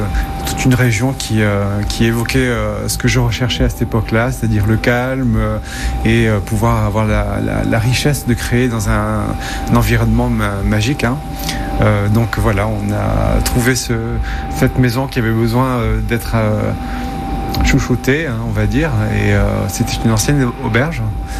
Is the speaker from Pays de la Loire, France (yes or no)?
no; Ajaccio, Corsica, France; also born or lived in London / Paris; Je suis né à Ajaccio, j'ai grandi là-bas. Je suis parti pas mal d'années ensuite à Londres et Paris pour faire mes études et ensuite voilà, travailler dans le milieu de la mode.